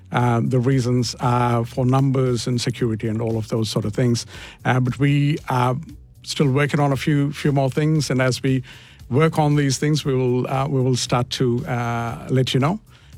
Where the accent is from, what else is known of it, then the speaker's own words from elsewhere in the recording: India; I'm an Indian, by the way, sorry, because you can't see me, but I'm an Indian.